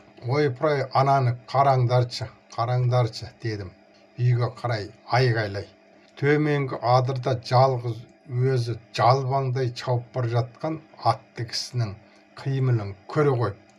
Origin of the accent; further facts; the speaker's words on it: Xinjiang, China; Біздің үй Құрсай деп аталатын жер аты.